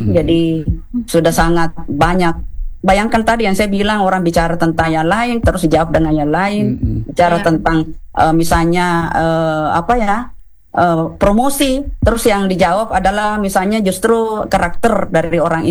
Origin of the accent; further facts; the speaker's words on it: South Sulawesi, Indonesia; accent: Bugis; saya maaf pakai logat Bugis.